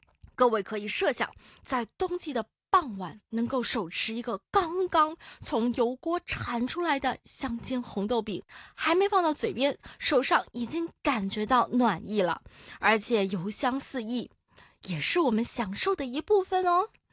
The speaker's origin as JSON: {"language": "Chinese", "country": "Macau", "said": "堪称啊是我们澳门人白手起家的模范"}